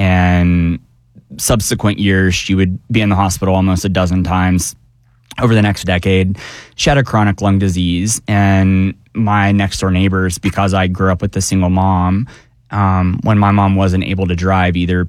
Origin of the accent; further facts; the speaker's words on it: Marietta, Georgia, United States; I grew up in Marietta, Georgia.